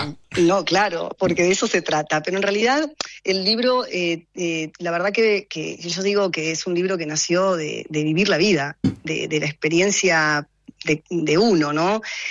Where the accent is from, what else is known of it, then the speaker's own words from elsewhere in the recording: Río Negro, Argentina; yo en realidad vengo de la Patagonia, de Río Negro, de familia de laburantes, de mucho trabajo, que empezaron teniendo heladerías, sí, mi padre, y terminamos en la concesionaria